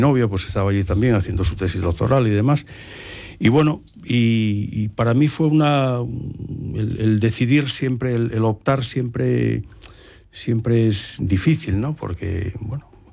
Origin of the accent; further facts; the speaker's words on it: Parada de Sil, Galicia, Spain; el apego que le tengo a mi tierra, ¿no? A Parada de Sil en concreto, y bueno, y más en concreto todavía a los pueblos, a las aldeas, a los lugares donde vivieron mis antepasados